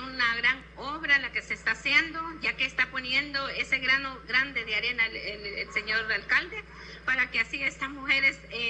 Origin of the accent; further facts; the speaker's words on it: Talanga, Francisco Morazán, Honduras; born there; Buenos días a todo el pueblo de Talanga, mi pueblo, ¿verdad?, que me vio nacer.